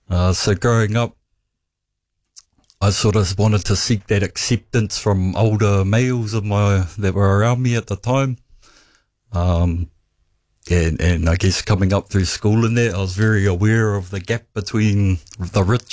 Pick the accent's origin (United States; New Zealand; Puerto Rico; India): New Zealand; now in Tokoroa, New Zealand; So I grew up at Maunganui.